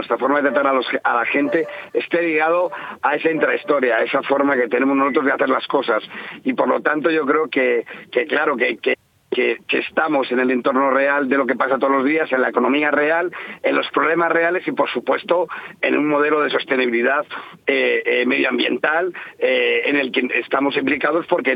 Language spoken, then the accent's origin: Spanish; Castile and León, Spain; Nosotros somos de Castilla y León, nosotros somos de este territorio, somos rurales en origen